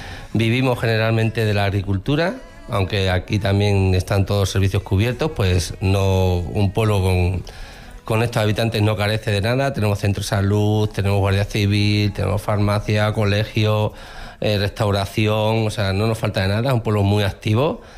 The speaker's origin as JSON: {"language": "Spanish", "region": "Extremadura", "country": "Spain", "said": "Nos tienen, como somos extremeños, tienen"}